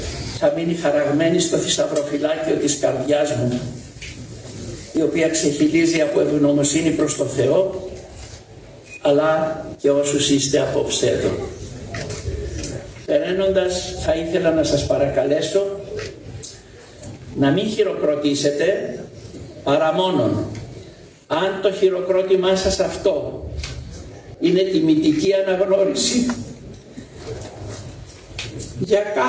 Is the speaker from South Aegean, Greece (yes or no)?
yes; Amorgos, South Aegean, Greece; moved away; ποτέ δεν έφυγα πραγματικά από την Αμορώ. Ένα κομμάτι της ψυχής μου έμεινε πάντοτε εδώ